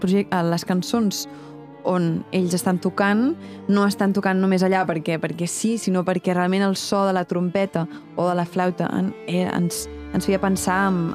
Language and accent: Catalan; Font-rubí, Catalonia, Spain; al meu poble, a Font-rubí